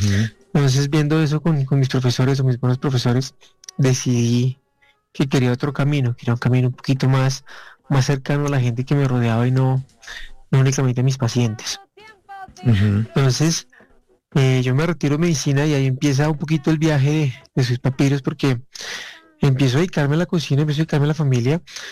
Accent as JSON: {"language": "Spanish", "country": "Colombia", "tie": "born or raised there", "also_born_or_lived": "Bogotá", "said": "Bueno, yo nací en Bogotá. Ajá. Una familia tradicional. Y pues nada, afortunadamente, a Dios gracias, crezco alrededor de Colombia."}